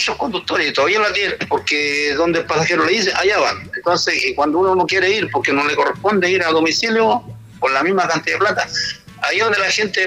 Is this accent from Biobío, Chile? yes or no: yes; Cañete, Biobío, Chile; moved away; yo también era Cañete, y Cañete también se escucha. Cuando era chico era Cañete. Entonces, un saludo para Cañete, para mi pueblo donde yo me crié.